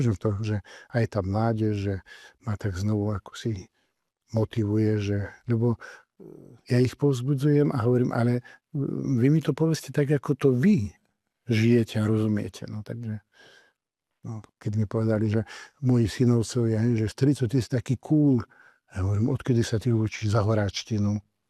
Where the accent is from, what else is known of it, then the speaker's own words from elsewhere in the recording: Vrútky, Žilina Region, Slovakia; born there; tam vo Vrútka sme boli Oravci.